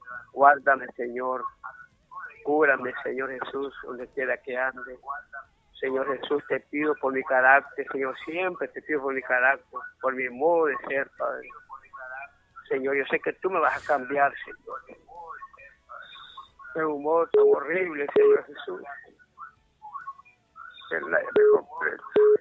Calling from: Honduras; De Llanera

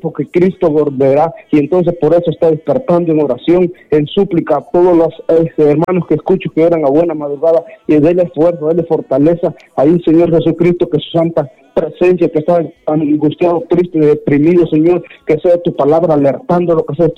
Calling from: Comayagua, Honduras; aquí le estamos llamando de una aldea de Comayagua.

